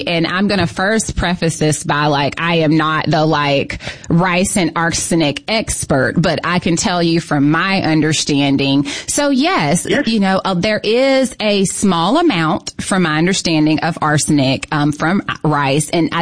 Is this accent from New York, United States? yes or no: no; Huntsville, Alabama, United States; moved away as an adult; also born or lived in Germany; now in Mississippi, United States; So I am originally an Alabama girl. So I grew up in Huntsville, Alabama, in the Rocket City.